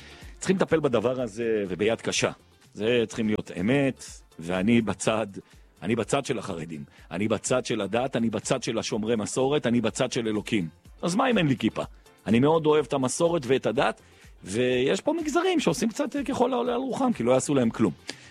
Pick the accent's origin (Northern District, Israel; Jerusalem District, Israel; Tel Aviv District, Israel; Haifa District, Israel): Jerusalem District, Israel; Jerusalem; born there; נולדתי בירושלים, ובעזרת השם אני אקבר בירושלים